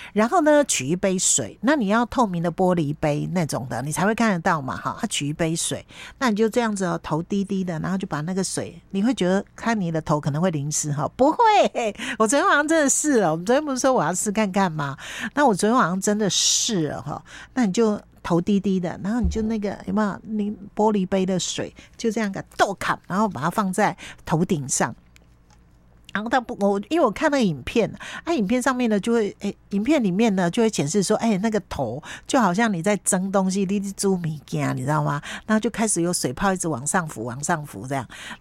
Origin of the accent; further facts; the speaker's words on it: Taiwan; 我们台湾人，我们华人叫刮痧。